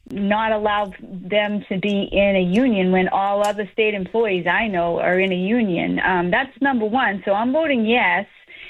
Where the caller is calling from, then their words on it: Boston, Massachusetts, United States; Yeah, I'm from a long-standing union family. We live in Southie.